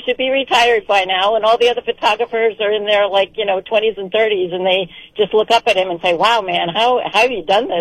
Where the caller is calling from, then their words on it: Tiverton, Rhode Island, United States; I live in Tiverton, but I work in Middletown